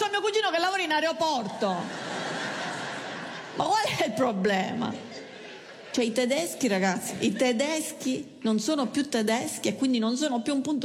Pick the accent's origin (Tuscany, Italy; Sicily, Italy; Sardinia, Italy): Sicily, Italy; Io sono siciliana.